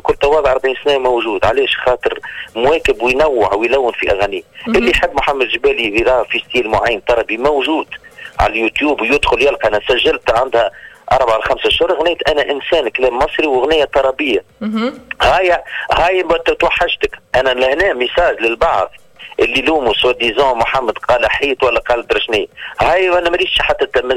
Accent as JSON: {"language": "Arabic", "country": "Tunisia", "said": "أنا تونسي"}